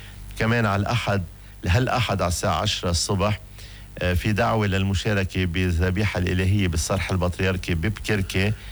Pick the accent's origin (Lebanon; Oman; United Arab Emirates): Lebanon; وكمان اليوم عيد العيلة ونحن من لبنان قديش العيلة مهمة